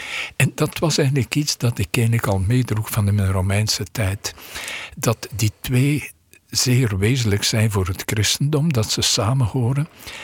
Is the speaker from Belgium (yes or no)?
yes; Poperinge, Flanders, Belgium; now in Netherlands; Ik ben uit Poperingen. Dat ligt vlakbij Ypres, maar eigenlijk vlakbij de Franse grens. En dat heeft mijn jeugd zeer getekend. Ik heb altijd aan mensen gezegd, ik ben geboren tussen 2 abdijen.